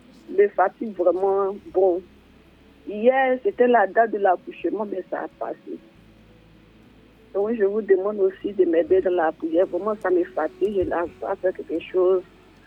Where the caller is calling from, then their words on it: Yamoussoukro, Côte d’Ivoire; Ah, Yamsoukro.